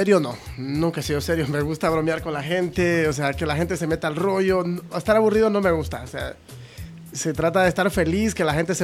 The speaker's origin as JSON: {"language": "Spanish", "town": "Santa Ana", "region": "La Paz", "country": "Honduras", "tie": "born or raised there", "moved": "yes", "lives_now": "Jesús de Otoro, Honduras", "said": "Originariamente de Santa Ana La Paz, pero vivimos en Jesús de Otoro."}